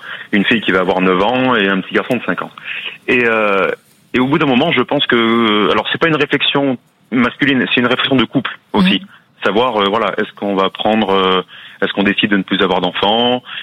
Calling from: Issoire, Auvergne-Rhône-Alpes, France; D'Issoire.

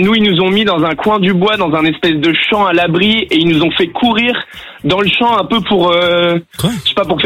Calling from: Brest, Brittany, France; Moi, je viens de Brest, en Bretagne.

